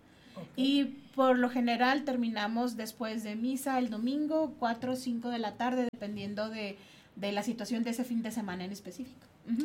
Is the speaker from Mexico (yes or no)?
yes; Chihuahua, Mexico; moved away; Nosotros somos originarios de Chihuahua.